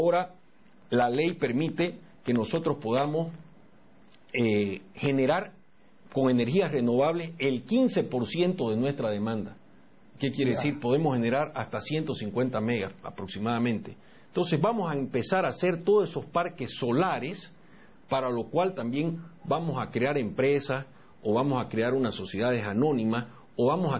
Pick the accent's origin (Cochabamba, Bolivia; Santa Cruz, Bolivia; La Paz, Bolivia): Santa Cruz, Bolivia; como bolivianos, como cruceños